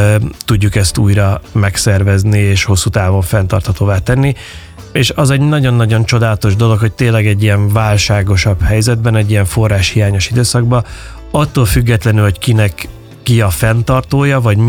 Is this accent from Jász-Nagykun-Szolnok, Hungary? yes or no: no; Székesfehérvár, Fejér, Hungary; now in Budapest, Hungary; Én egy székesfehérvári panel lakásban nőttem fel